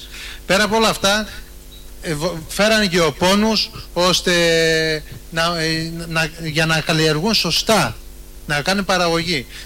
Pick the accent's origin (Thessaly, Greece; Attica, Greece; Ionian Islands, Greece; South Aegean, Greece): Ionian Islands, Greece; Και συγχωριανή, είμαι και από την Νικολή.